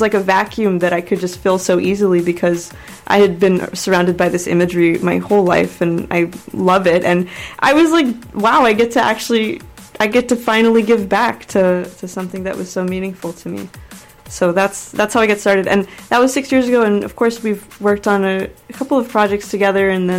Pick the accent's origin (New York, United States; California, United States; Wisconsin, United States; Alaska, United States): New York, United States; also born or lived in Florida; So I was born in New York. Of course, I'm Guyanese and Puerto Rican, so that really is a combination that can only happen here. I grew up between here and Florida, so I'd spend all my summers in New York, and I went to school in Florida